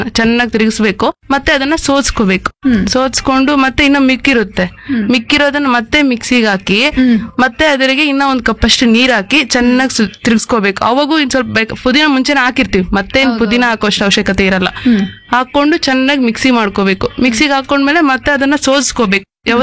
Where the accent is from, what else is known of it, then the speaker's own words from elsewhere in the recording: Kolar Gold Fields, Karnataka, India; ನಾನು ಕೆಜಿಎಫ್ ಗ್ರಾಮಾಂತರ ಕಡೆಯಿಂದ ಬಂದಿದ್ದೀನಿ.